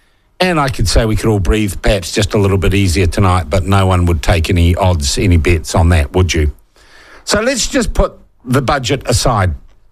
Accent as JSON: {"language": "English", "country": "New Zealand", "said": "I myself posted about the sense of loss I felt as a New Zealander at the passing"}